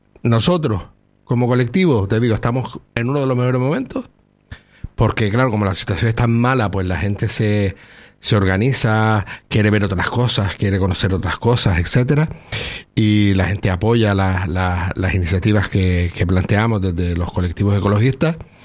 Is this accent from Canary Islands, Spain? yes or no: yes; Canary Islands, Spain